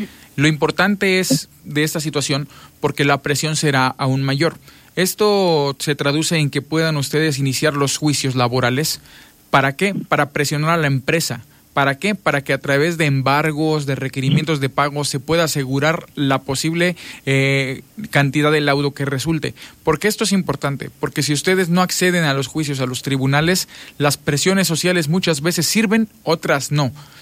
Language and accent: Spanish; Mexico; somos los mexicanos